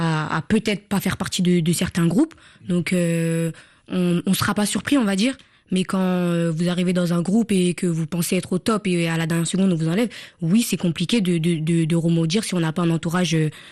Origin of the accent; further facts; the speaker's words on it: Senegal; je suis sénégalaise